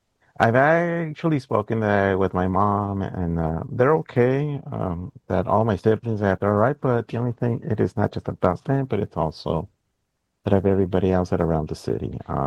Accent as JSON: {"language": "English", "region": "New Mexico", "country": "United States", "tie": "born or raised there", "said": "I totally feel terrible that about that my hometown that what's going on. Then that with New Mexico, and it's just at 40 miles to the north, and which is Hatch, New Mexico"}